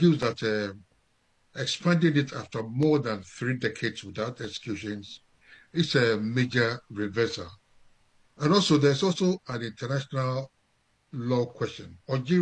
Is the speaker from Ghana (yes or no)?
yes; Ghana; I come from Ghana, you know, I come from Ghana